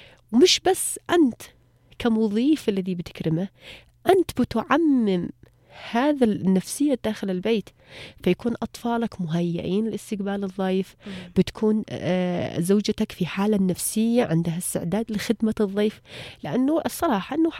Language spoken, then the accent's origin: Arabic; Yemen; احنا مجتمع يمني تربى على مفهوم الكرم، على الشهامة، على إكرام الضيف.